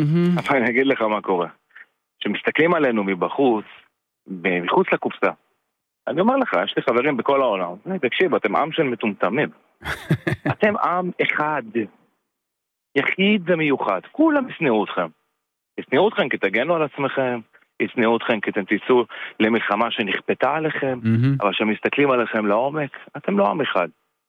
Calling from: the Krayot, Haifa District, Israel

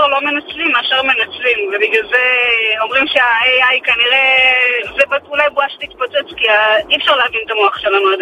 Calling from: Central District, Israel; ליד נתב"ג, 2 קילומטר מנתב"ג

